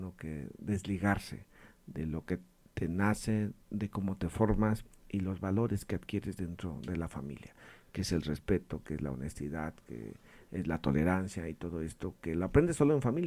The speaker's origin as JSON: {"language": "Spanish", "region": "Michoacán", "country": "Mexico", "tie": "born there", "said": "Yo nací aquí en Michoacán, soy el más chico de los 8. Y desde muy temprana edad me tocó irme a estudiar a Morelia, a la prepa, en el 93."}